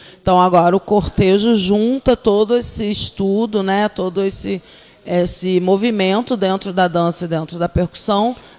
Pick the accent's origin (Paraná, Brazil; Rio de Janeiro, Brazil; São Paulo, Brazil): Rio de Janeiro, Brazil; Arraial do Cabo; eu sou de Arraial do Cabo também, fiquei ouvindo aqui as histórias, eu sou cabista, sou do Cabo, Galo.